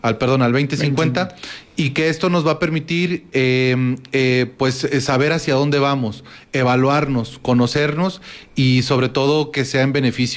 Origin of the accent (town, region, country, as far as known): Mexico